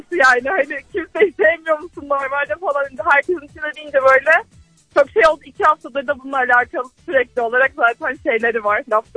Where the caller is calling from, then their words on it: Istanbul, Turkey; ben İstanbul'dan.